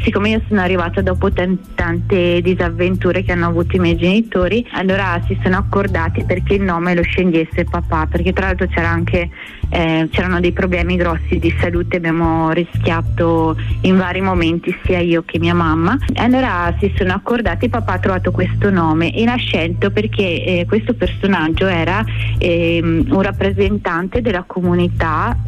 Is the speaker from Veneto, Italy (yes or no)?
yes; Schio, Veneto, Italy; moved away as an adult; now in Vicenza, Italy; io sono originaria di Schio, ci tengo perché sono legatissima al paese dove sono nata, una cittadina in provincia di Vicenza. Ci tengo tanto non solo perché sono nata io e quindi c'è tutta la mia infanzia, la mia gioventù